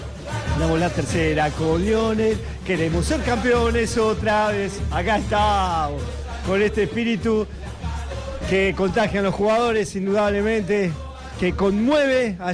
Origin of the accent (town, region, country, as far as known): Argentina